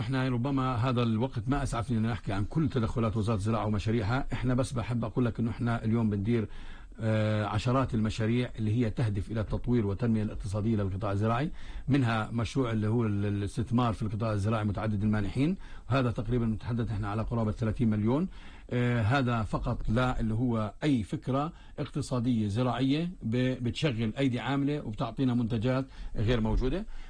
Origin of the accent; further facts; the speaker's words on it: Palestine; إحنا كفلسطينيين